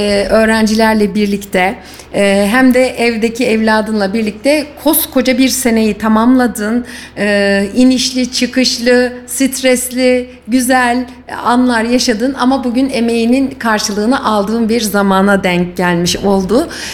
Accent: Kayseri, Turkey; biz bile bir Kayserili olarak

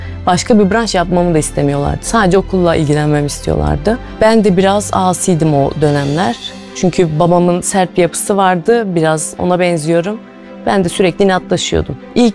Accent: Kayseri, Turkey; Kayseriliyim, 29 yaşındayım.

